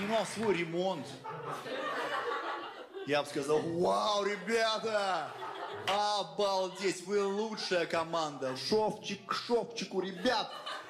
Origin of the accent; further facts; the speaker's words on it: Chita, Zabaykalsky Krai, Russia; moved away as an adult; now in Moscow, Russia; Я из Читы, но не все в Москве знают, что есть такой город. И когда я говорю, я из Читы, мне говорят, из какой Читы? Ну, из Читы Романовых, блин.